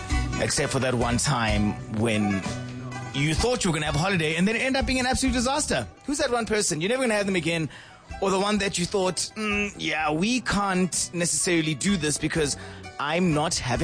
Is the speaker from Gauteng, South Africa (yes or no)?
yes; Johannesburg, Gauteng, South Africa; I'm from Joburg. What must I plan in a city that I don't even live in?